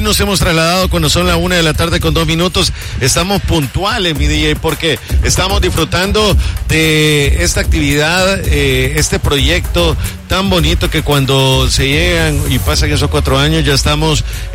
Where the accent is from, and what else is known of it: El Salvador